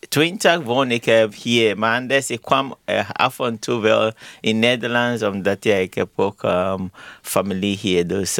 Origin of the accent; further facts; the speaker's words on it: Ghana; Dutch is a second language; moved away as an adult; now in Amsterdam, Netherlands; ik kom uit Ghana en ik woon ook in Zuidoost. Ja, en ik ben ook van de parochie All Saints Catholic Church in Amsterdam Zuidoost.